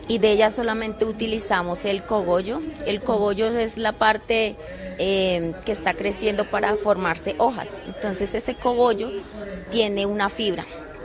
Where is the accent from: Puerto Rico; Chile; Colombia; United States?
Colombia; Nazareth, Amazonas